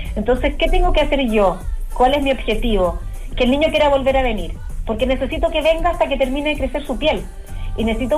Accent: Santiago, Santiago Metropolitan Region, Chile; yo soy de Santiago

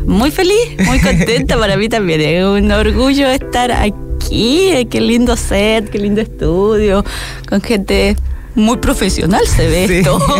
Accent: Antofagasta, Chile; now in Canada; aquí de vuelta en Antofa, en la hermosa Perla, visitando a mi familia, reconectando con mis amigos, disfrutando la playita, aunque todavía no es verano, el solcito se siente bien, así que muy contenta de estar de vuelta en mi ciudad natal.

